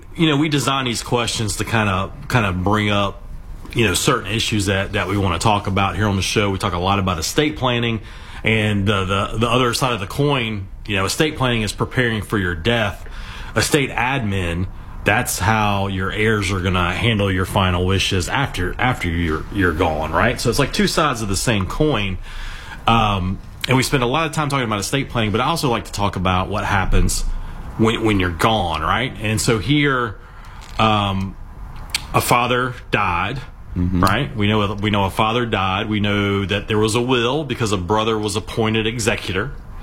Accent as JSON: {"language": "English", "region": "North Carolina", "country": "United States", "tie": "born or raised there", "said": "No, I was just going to say, I grew up in North Carolina. I was a Hornets fan."}